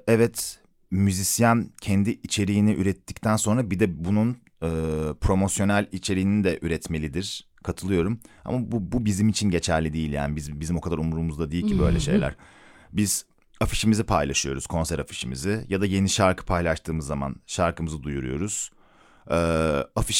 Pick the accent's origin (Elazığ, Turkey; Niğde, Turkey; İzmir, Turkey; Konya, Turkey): İzmir, Turkey; Ben İzmirliyim işte Kıbrıs şehitlerinde böyle dağıtırlardı